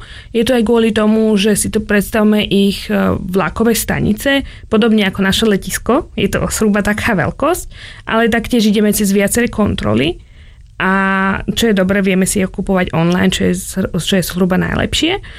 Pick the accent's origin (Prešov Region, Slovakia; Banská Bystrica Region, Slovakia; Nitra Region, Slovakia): Nitra Region, Slovakia; Šaľa; Áno, to je moje rodné mesto.